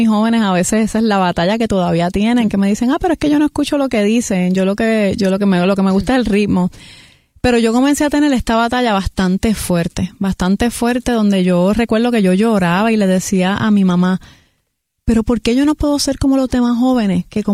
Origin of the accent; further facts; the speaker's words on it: Puerto Rico; de niña, aquí en Puerto Rico, con mis dos hermanas